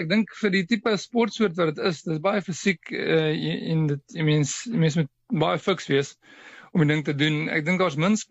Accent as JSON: {"language": "Afrikaans", "town": "Fish Hoek", "region": "Western Cape", "country": "South Africa", "said": "ons is van Visoek af, ons sê altyd die wind is gebode in Visoek."}